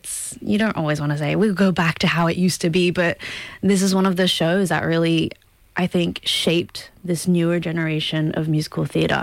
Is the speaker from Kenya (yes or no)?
no; Gold Coast, Queensland, Australia; So I grew up on the Gold Coast, and when we were coming back to Australia, I was like, well, if you want to really do this, maybe it'd be better to move to Sydney